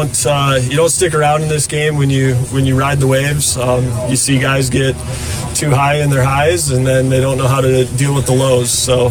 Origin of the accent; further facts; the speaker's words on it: Midwest, United States; I grew up in the Midwest heat